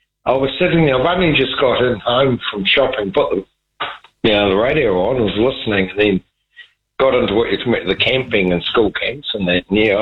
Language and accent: English; Manurewa, Auckland, New Zealand; and I was raised in Manurewa. In South Auckland.